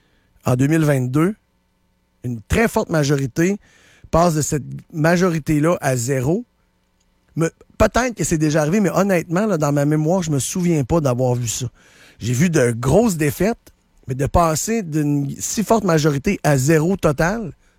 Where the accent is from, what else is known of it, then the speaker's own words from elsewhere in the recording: Quebec, Canada; je suis allé exercer mon droit de vote hier dans mon comté, je suis de la Chaudière.